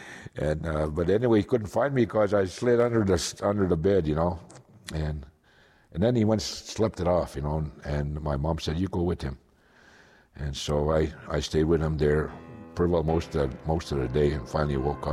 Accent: Kikino, Alberta, Canada; also born or lived in Vilna, Alberta; now in Edmonton, Canada; little town called Vilna, and that's where my mom had me. But I was raised in Kikino, which means in my language, my home. About, I would say, probably close to 20 miles from where I was born in a hospital in Vilna.

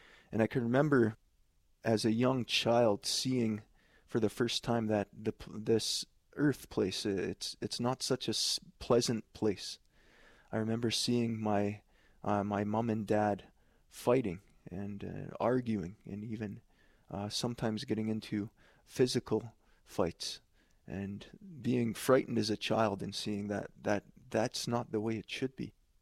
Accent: Kikino, Alberta, Canada; I'm from Kikinaw, Alberta. It's a Métis settlement about 40 kilometers south of Lac La Biche.

